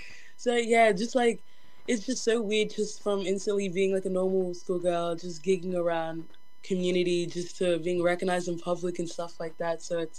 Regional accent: Logan City, Queensland, Australia; I'm an upcoming Indigenous artist. I'm from Logan City

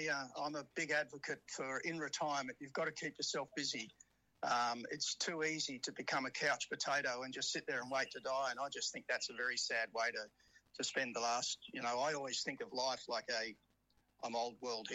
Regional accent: Geraldton, Western Australia, Australia; I said, oh, we're from Geraldton in WA.

